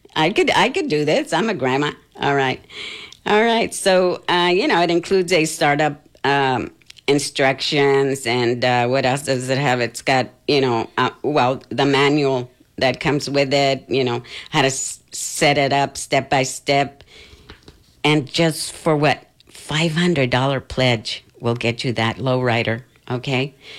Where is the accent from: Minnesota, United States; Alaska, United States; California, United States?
California, United States; also born or lived in Texas; I'm a Tejana too. I was born in Texas, but raised in California.